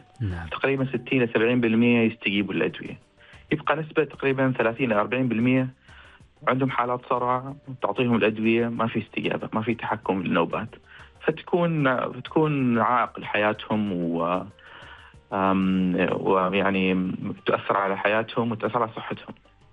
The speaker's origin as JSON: {"language": "Arabic", "country": "Oman", "said": "الأبحاث التقديرية عندنا في عمان"}